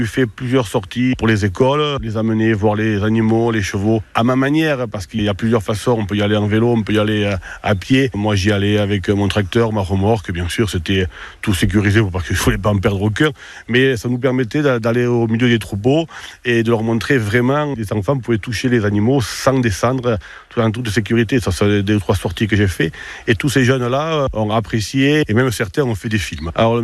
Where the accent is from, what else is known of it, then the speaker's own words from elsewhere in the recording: Saubusse, Nouvelle-Aquitaine, France; Je suis natif de Saubus.